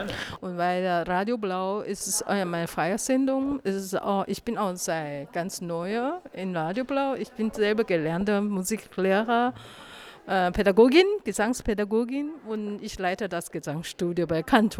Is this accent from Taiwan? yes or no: yes; Taiwan; German is a second language; Das wird bestimmt nochmal aus China oder Taiwan. Persönlich komme ich aus Taiwan.